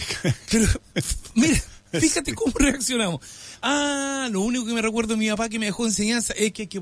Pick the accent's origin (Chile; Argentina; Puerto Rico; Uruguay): Chile; como somos el buen chileno, reaccionamos después.